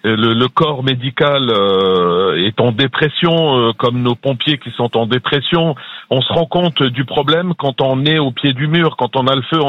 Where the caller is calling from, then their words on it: Nancy, Grand Est, France; Moi, j'habite à Nancy, on n'est pas loin des belles frontières de l'Allemagne et de du Luxembourg.